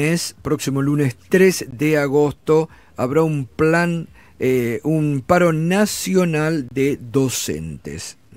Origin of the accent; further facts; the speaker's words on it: Entre Ríos, Argentina; moved away; puede ser un modismo entrerriano, como decía, nosotros la conocíamos como la campeona en Entre Ríos.